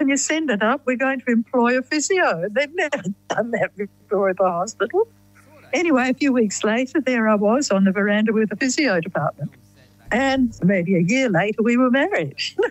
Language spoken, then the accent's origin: English; Tasmania, Australia; I grew up in Tasmania.